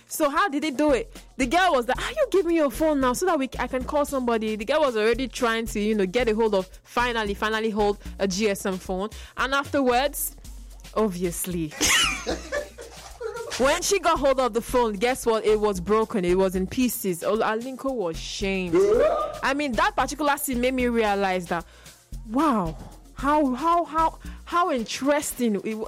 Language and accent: English; Nigeria; I have free will as a Nigerian.